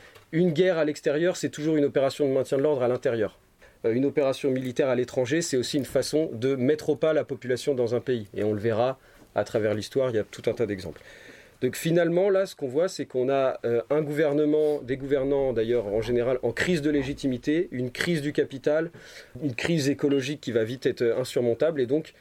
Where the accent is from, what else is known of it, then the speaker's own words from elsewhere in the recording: Nantes, Pays de la Loire, France; Parce que je suis nantais.